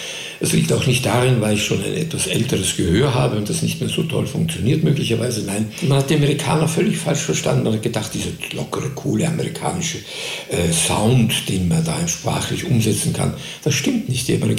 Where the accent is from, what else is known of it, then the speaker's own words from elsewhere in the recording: Austria; also born or lived in Germany; Oberösterreich nicht meine unmittelbare Heimat ist, aber immerhin im weitesten Sinne ist ja Österreich meine Heimat